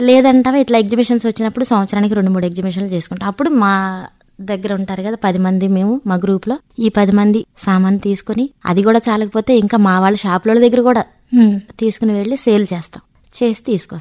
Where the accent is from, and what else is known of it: Kondapalli, Andhra Pradesh, India; born there